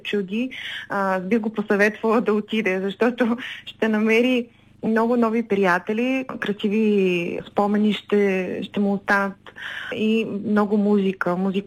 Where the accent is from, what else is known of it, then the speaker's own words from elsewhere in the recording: Sofia, Sofia City, Bulgaria; Имам далечни корени в Бургас. По принцип съм от София